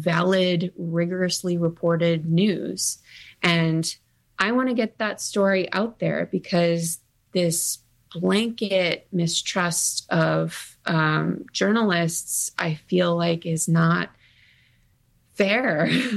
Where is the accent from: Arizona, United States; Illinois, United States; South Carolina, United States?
Illinois, United States; and in the Midwest because that's where I'm from. I photographed my hometown newspaper in Southern Illinois, which was a joy.